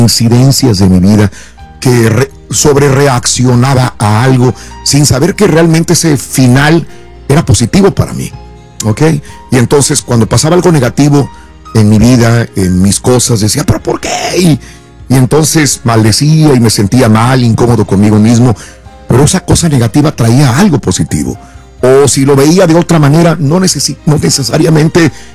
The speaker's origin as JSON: {"language": "Spanish", "town": "Matamoros", "region": "Tamaulipas", "country": "Mexico", "said": "Ah, sí, Samuelito, yo soy de Matamoros, Tamaulipas."}